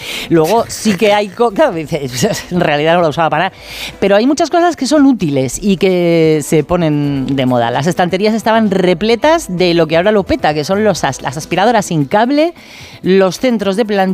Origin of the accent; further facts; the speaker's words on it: Madrid, Community of Madrid, Spain; Yo he visitado un taller de reparación que hay en el barrio en el que yo crecí, en Prosperidad, en Madrid